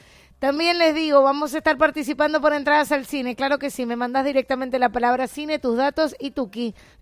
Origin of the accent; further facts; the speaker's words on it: Mendoza, Argentina; ¿Sabemos cómo actuar como mendocinos?